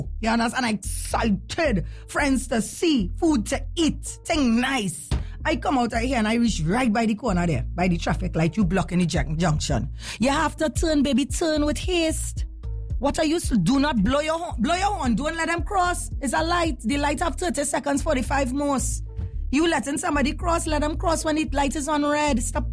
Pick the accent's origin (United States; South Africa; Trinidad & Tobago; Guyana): Trinidad & Tobago; Santa Cruz; I come from Santa Cruz, you know.